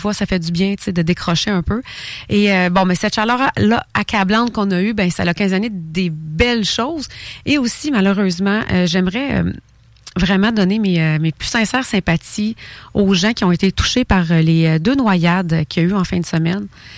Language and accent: French; Thetford Mines, Quebec, Canada; ma ville natale, à Thetford Mines